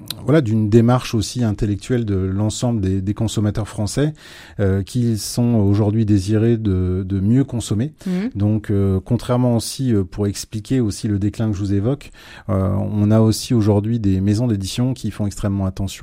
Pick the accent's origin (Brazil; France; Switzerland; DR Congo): France; Hauts-de-France; moved away as an adult; now in Alençon, France; Je pense que je viens de l'Oise. Le week-end, ma maison est sur Amiens, mais je découvre l'Orne semaine après semaine depuis 7 mois.